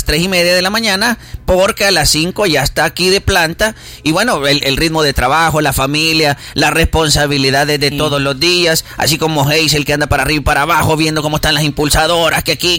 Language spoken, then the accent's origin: Spanish; El Salvador; como salvadoreños queremos que él también haga un buen trabajo